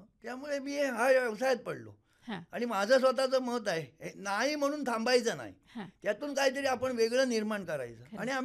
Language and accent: Marathi; Maharashtra, India; माझा जन्म कोथोड्यात झाला.